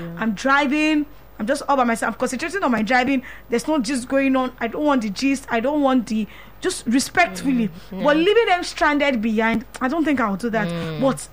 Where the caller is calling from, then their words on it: Abuja, Federal Capital Territory, Nigeria; And I'm calling from Abuja.